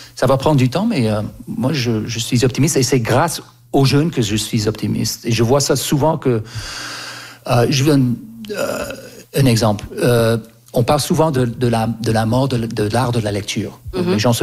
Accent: Canada; now in London, United Kingdom; moi j'ai grandi au Canada

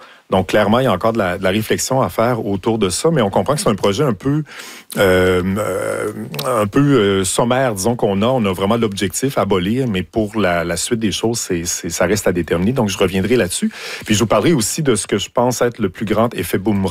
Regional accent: Quebec City, Quebec, Canada; Des crocs, mais je viens de Québec

